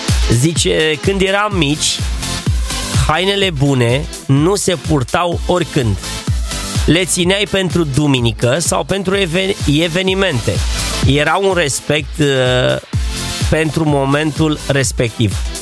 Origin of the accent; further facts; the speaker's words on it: Oltenia, Romania; la noi, oltenii, sau în satul meu când se tăia porcul, bunicii punea buricul degetului în sânge